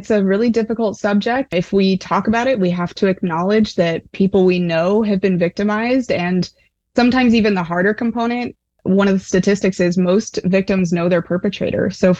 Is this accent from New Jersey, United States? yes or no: no; Phoenix, Arizona, United States; moved away as an adult; now in Tucson, United States; I'm actually born and raised in Phoenix, so not too far away from here. I moved out here after high school to become a Wildcat and go to the U